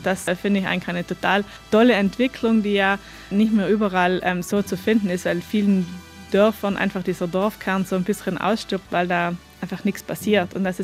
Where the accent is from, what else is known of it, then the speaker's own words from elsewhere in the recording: Trentino-Alto Adige, Italy; Ich bin hier quasi in dem Betrieb aufgewachsen.